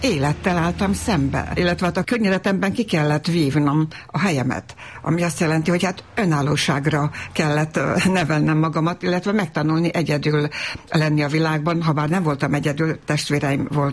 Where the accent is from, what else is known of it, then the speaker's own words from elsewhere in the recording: Novi Sad, Vojvodina, Serbia; Hát Újvidéken, a városban nőttem fel, szerb környezetben, tehát az utcán szinte ugyanabban az időben tanultam meg magyarul is, meg szerbül is, tehát ez a két nyelvűség az olyan természetes volt